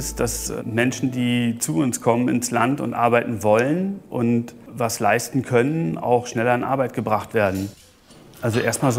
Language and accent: German; Rügen, Mecklenburg-Vorpommern, Germany; bin 49 Jahre alt, bin hier auf Rügen geboren und in Görn aufgewachsen